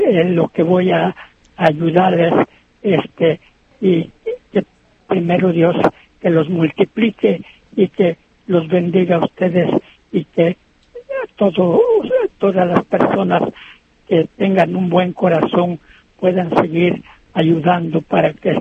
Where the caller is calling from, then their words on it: Selma, California, United States; yo soy de Selma